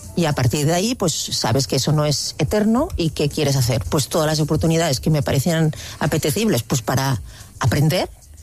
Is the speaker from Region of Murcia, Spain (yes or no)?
no; Catalonia, Spain; es porque yo dije que como catalán no había pareja... No, esto dije. No había pareja más catalana que la nuestra, dije.